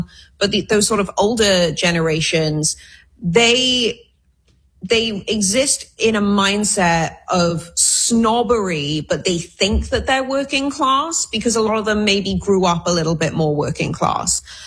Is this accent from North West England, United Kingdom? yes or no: no; Wales, United Kingdom; When I was growing up, you know, I'm Welsh